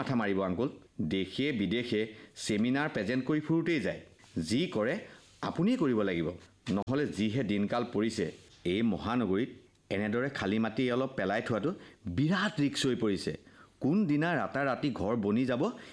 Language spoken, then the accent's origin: Assamese; Gaurisagar, Assam, India; মোৰ ঘৰ গৌৰীসাগৰত। অৱশ্যে ইয়াতেই ষ্টেল এতিয়া